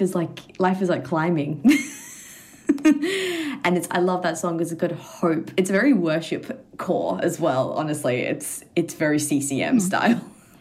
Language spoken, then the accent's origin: English; Australia; accent: Australian; And as soon as I hear him, I'm back into my true Australian accent.